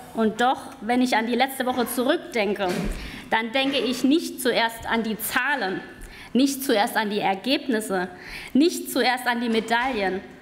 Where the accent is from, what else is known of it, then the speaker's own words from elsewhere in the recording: Saarland, Germany; Wir haben als Saarländerin gezeigt, wir leben Gemeinschaft über die Grenzen hinweg.